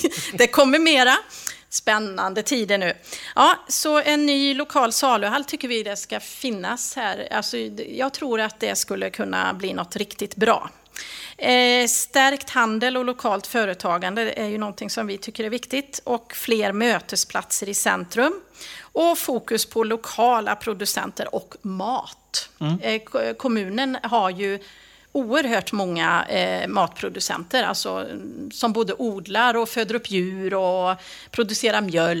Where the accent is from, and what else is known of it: Hudene, Västra Götaland County, Sweden